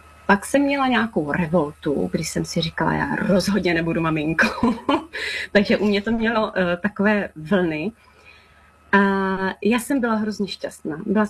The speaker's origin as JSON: {"language": "Czech", "town": "Brno", "region": "South Moravian Region", "country": "Czechia", "tie": "born or raised there", "moved": "as an adult", "lives_now": "Trpín, Czech Republic", "said": "Tak já jsem se narodila v Brně. Pocházím konkrétně z Husovic, narodila jsem se do velké rodiny, bylo nás dohromady 9 dětí."}